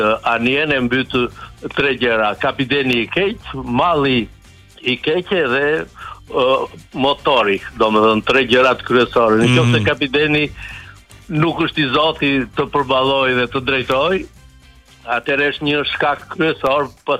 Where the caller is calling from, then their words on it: Vlorë, Vlorë County, Albania; Unë jam nga Vlora